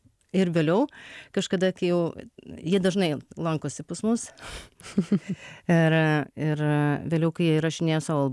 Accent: Anykščiai, Utena County, Lithuania; moved away as an adult; Aš augau Anykščiuose.

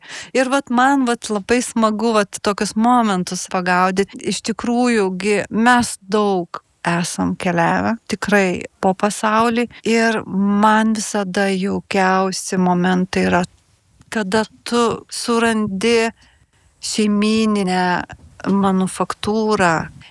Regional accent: Samogitia, Lithuania; accent: Samogitian; now in Zarasai, Lithuania; Aš pati esu Žemaitijos

